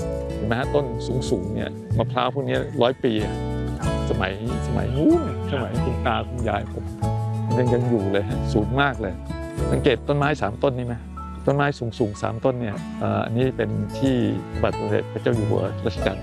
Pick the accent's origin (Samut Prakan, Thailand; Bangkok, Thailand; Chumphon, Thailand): Chumphon, Thailand; born there; ผมเกิดที่สวนจังหวัดชุมพรนี่แหละครับก็คือชาวสวน